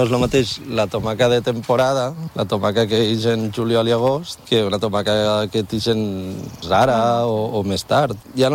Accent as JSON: {"language": "Catalan", "town": "Oliva", "region": "Valencian Community", "country": "Spain", "said": "Nosaltres ara som d'Oliva i tenim les terres així."}